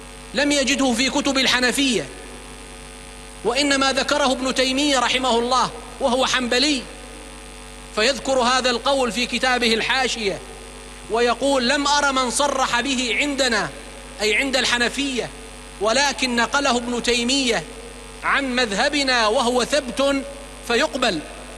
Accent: Syria; ونحن نبني بلدنا سوريا الجديدة

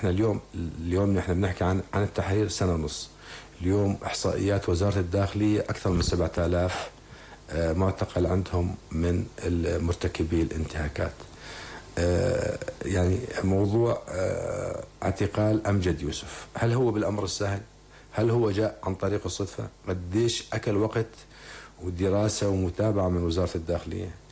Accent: Syria

